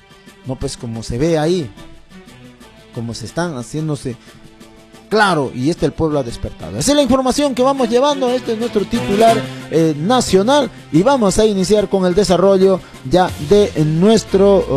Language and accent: Spanish; Ricrán, Junín, Peru; de mi pueblo natal hay una gran cantidad que están allá, de Huancayo, de Jauja, de mi mismo lugar de Ricrán